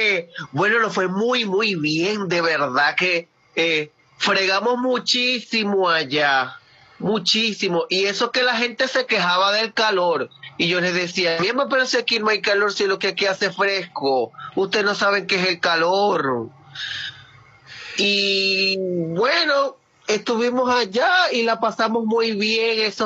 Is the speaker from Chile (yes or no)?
no; Maracaibo, Zulia, Venezuela; accent: maracucho; como maracucho que soy, el acento se enmarca mucho más y es mucho más divertido para ellos, porque nunca habían escuchado nuestro acento maracucho.